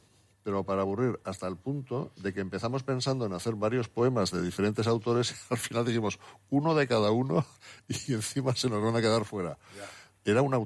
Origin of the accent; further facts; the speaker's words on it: Basque Country, Spain; now in Gran Canaria, Spain; las que hay en mi País Vasco